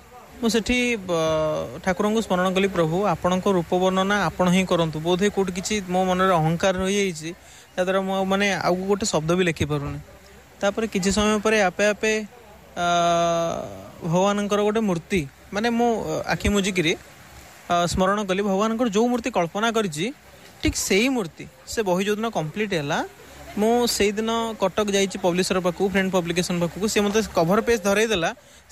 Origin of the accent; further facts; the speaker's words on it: Kapileswarpur, Odisha, India; ମୋ ଘର କପିଳେଶ୍ୱରପୁର।